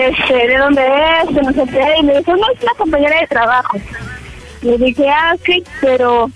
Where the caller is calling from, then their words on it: Mexico City, Mexico; Tengo 26 y soy de Xochimilco